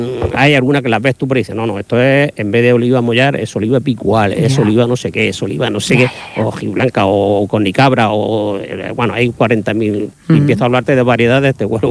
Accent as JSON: {"language": "Spanish", "town": "Cieza", "region": "Region of Murcia", "country": "Spain"}